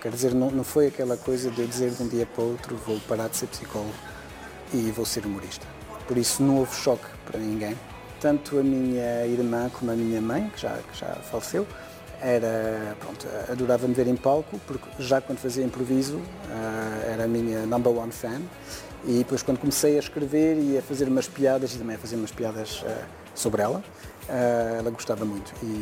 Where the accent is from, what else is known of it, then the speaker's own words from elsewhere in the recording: Luxembourg; also born or lived in Strasbourg, France; Nasci no Luxemburgo, os meus pais conheceram-se no Luxemburgo, pronto, fiz a escola aqui. Fiz os meus estudos na França, estive em Estrasburgo durante 5 anos para fazer o meu diploma de psicólogo. E depois voltei para o Luxemburgo